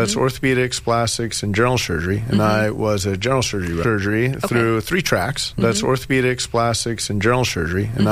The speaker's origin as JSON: {"language": "English", "region": "Pennsylvania", "country": "United States", "tie": "born or raised there", "also_born_or_lived": "Puerto Rico / Louisville, Kentucky", "moved": "as an adult", "lives_now": "Sioux Falls, United States", "said": "I was born in Puerto Rico, but I grew up outside Philadelphia, did my education out east."}